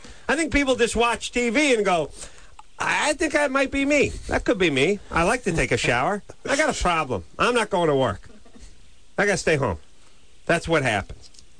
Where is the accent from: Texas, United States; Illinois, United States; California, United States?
California, United States; Los Angeles; nobody I grew up with in North Hollywood had this disease.